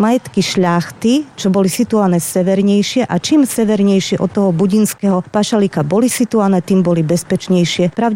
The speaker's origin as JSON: {"language": "Slovak", "town": "Vranov nad Topľou", "region": "Prešov Region", "country": "Slovakia", "tie": "born or raised there", "said": "Ja som rodená Vranovčanka."}